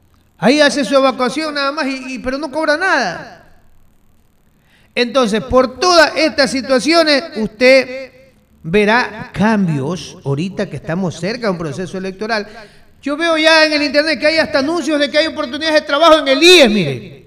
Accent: Ecuador; Somos los ecuatorianos

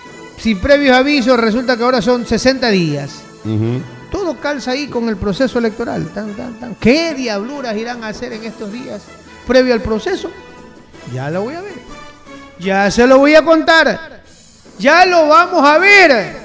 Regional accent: Ecuador; Y como lamentablemente el Estado ha abandonado a sus protegidos, que somos los ecuatorianos

